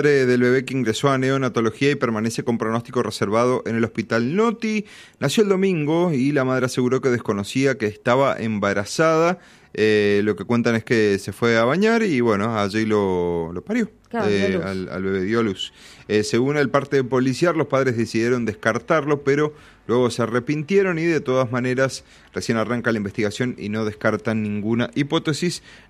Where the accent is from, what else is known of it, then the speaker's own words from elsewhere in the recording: Argentina; Tenemos que ser unos agradecidos como argentinos de tener a Messi con nosotros.